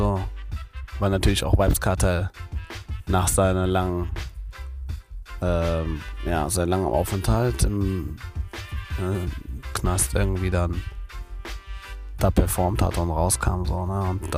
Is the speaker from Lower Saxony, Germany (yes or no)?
no; Cologne, North Rhine-Westphalia, Germany; Das Summer Jam ist in Köln. Köln ist meine Heimatstadt.